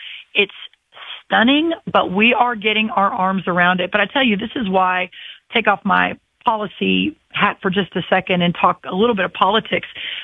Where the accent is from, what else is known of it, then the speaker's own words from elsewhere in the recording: Texas, United States; Well, I'm from a red state. I'm from Texas. I worked in state policy.